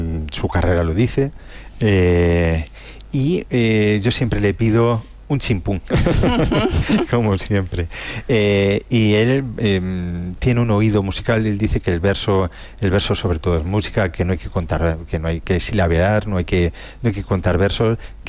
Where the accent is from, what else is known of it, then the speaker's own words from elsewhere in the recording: Ciudad Real province, Castilla-La Mancha, Spain; moved away; al entrar en la provincia de Ciudad Real, yo soy de aquí, mis padres eran de Puerto Llano, es decir, le he dicho a mi mujer, digo, mira, esas son mis montañas, mi sitio, y es como llegar a casa.